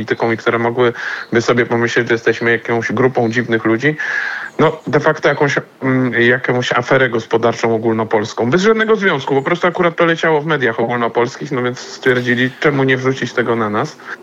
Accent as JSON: {"language": "Polish", "town": "Kraków", "region": "Lesser Poland", "country": "Poland", "tie": "born or raised there", "said": "Kraków, miasto, w którym się urodziłem, w którym spędziłem całe życie i zamierzam spędzić resztę tego życia"}